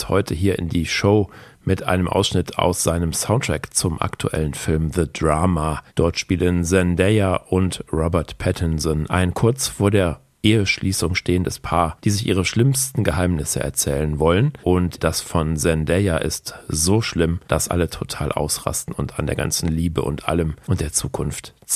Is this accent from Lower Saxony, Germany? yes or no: no; Aachen, North Rhine-Westphalia, Germany; Brunhild Ferrari hieß eigentlich Meier und kommt aus meiner Heimatstadt Aachen.